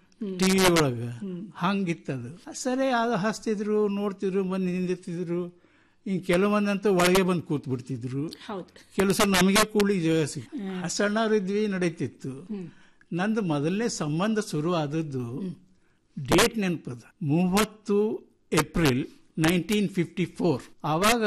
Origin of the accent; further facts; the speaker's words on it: Sulibhavi, Karnataka, India; ಮೂಲ ಊರು ನಮ್ದು ಸುಳಿಭಾವಿ, ಅದು ಧಾರವಾಡ. … ಅವರು ಗದಿಗ್ನವರು, ನಮ್ಮ ತಾಯಿ ಗದಿಗ್ನಾಕಿ.